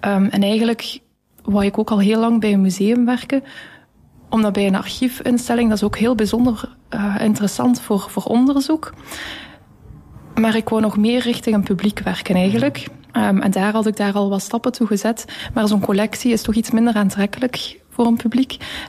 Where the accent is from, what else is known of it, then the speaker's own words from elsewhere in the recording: Flanders, Belgium; En bovendien ben ik zelf afkomstig van de Vlaamse Ardennen. Woon ik nu ook al enige jaren hier in Oudenaarde.